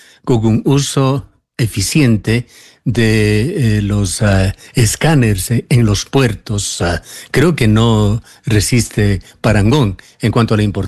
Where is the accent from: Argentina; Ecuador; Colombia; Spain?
Ecuador